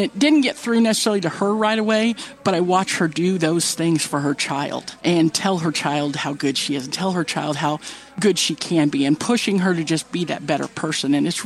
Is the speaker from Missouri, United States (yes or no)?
yes; Belton, Missouri, United States; I grew up in Belton and we didn't have state.